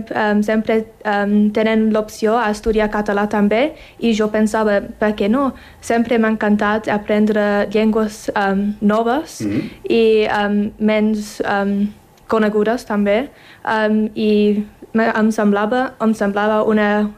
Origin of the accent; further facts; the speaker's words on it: England, United Kingdom; Catalan is a second language; Jo sóc d'Anglaterra, però el meu nom és d'Índia perquè el meu pare és d'Índia.